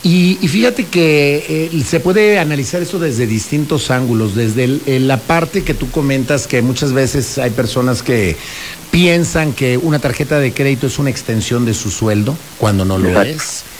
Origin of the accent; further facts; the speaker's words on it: Mexico; soy orgullosamente mexicano